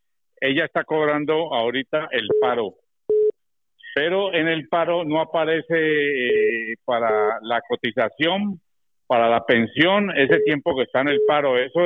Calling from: Madrid, Community of Madrid, Spain; llamo de Valdebebas.

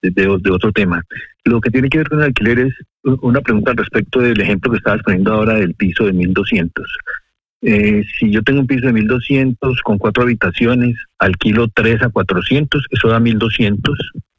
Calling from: Madrid, Community of Madrid, Spain; llamo de Madrid.

